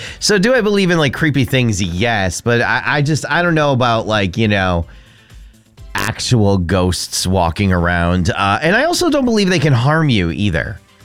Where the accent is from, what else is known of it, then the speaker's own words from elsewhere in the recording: Bristol, Connecticut, United States; now in New Hampshire, United States; I grew up in Connecticut, in Bristol